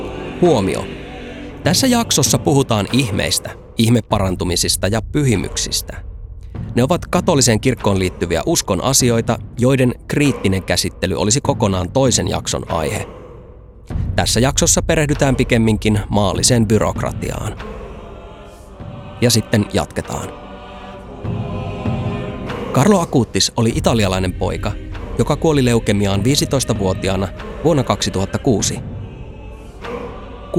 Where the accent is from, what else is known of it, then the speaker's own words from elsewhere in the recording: Lapland, Finland; Kotiseudullani Merilapissa